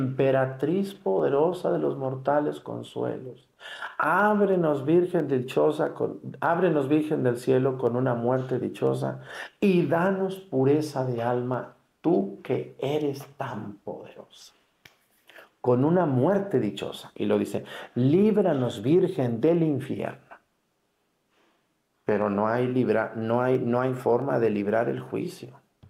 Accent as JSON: {"language": "Spanish", "town": "Mexticacán", "region": "Jalisco", "country": "Mexico", "tie": "born or raised there", "said": "yo de niño aprendí en Mexicacán, cuando me llevaba mi abuela a rezar rosarios de los muertos"}